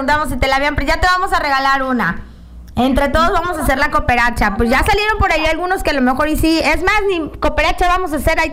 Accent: Jalpa de Méndez, Tabasco, Mexico; also born or lived in Nacajuca / Tacotalpa / Cunduacán / Villahermosa; también soy de Jalpa de Méndez, soy de Nacajuca, Jalpa, Tacotalpa, Cunduacán y Villahermosa, así que yo soy de todos lados y de ninguno.

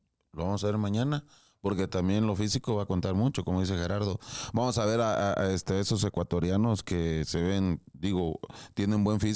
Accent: Mexico

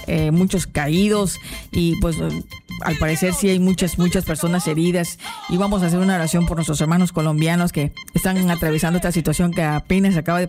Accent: Huasteca, Mexico; ¡Arriba la Huasteca, que es mi pueblo!

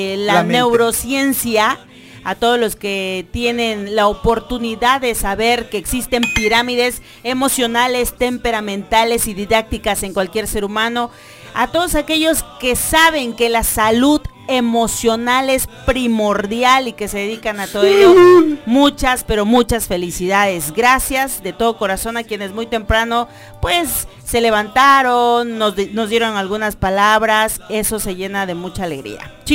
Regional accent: Arriaga, Chiapas, Mexico; Yo sí nací en una pesquería, se llama La Gloria. Bueno, no, nací en Arriaga, pues, pero vivía allá en la pesquería La Gloria, municipio de Arriaga, Chiapas.

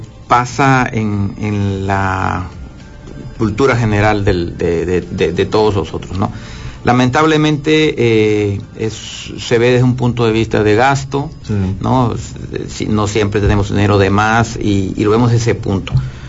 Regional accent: Mexico; Pero tú sabes, como todo mexicano, pues nos vamos olvidando y dando prioridades

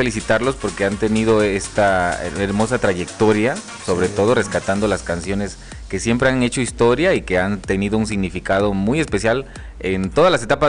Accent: Mexico; nos distingue a todos como mexicanos

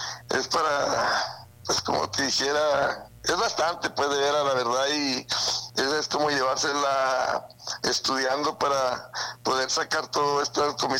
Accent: Sonora, Mexico; mi pueblo, pues que aquí están mis raíces

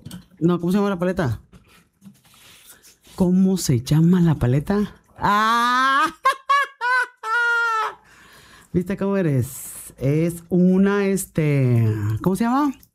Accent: Mexico; todos nos acordamos que somos mexicanos

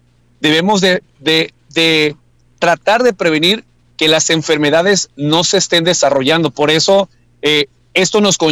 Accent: Mexico; La verdad que como buen mexicano de pronto tenemos una farmacia en la casa

